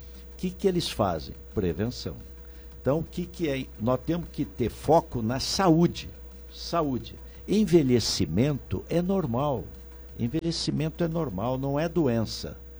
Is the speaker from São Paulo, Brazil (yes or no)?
yes; Pindamonhangaba, São Paulo, Brazil; born there; Eu nasci na Santa Casa de Pindamonhangaba.